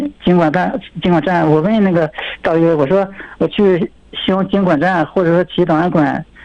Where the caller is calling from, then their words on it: Chifeng, Inner Mongolia, China; 赤峰市喀拉沁旗石家满族乡石家村。